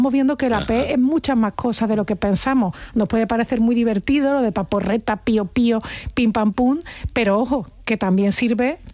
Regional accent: Andalusia, Spain; accent: Andalusian; Para mí, como andaluza, pues las consonantes que están a final de sílaba tienden a no decirse o a modificarse.

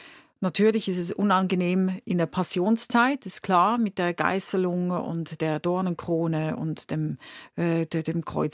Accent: Winterthur, Zurich, Switzerland; born there; aus meiner Geburtsstadt in Winterthur gibt es eine Stiftung

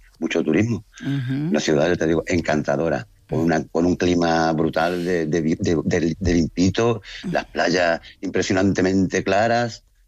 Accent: Ceuta, Spain; lo que he visto en mi pueblo, a mis mujeres con esas banderas, heroínas todas, y hoy especialmente me siento distinto, mejor, bastante mejor.

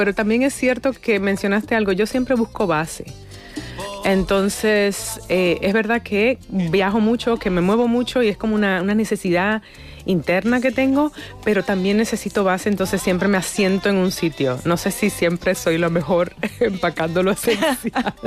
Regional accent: Santo Domingo, Distrito Nacional, Dominican Republic; born there; moved away; also born or lived in New York / Spain; esa etapa de mi vida, esa mi adolescencia en Santo Domingo.

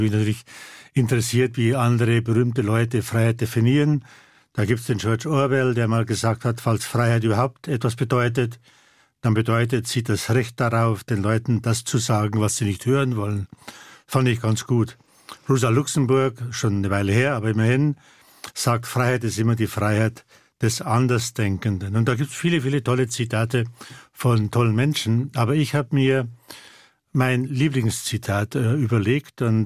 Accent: Bavaria, Germany; Naja, der bayerische Junge wurde geboren als … dann im, wie so im bayerischen, auch gerade

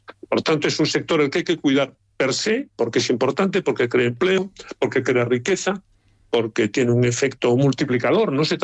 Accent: Galicia, Spain; siendo yo gallego, la primera región pesquera no solo de España, sino de Europa, pues nosotros los gallegos tampoco podemos, lógicamente, pues despreciar el sector o renunciar a él.

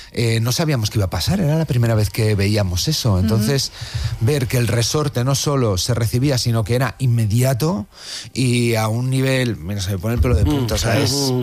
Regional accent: Valladolid, Castile and León, Spain; yo soy de Valladolid, tengo el Museo Nacional de Escultura en mi ciudad y es algo que está conmigo, que está conmigo.

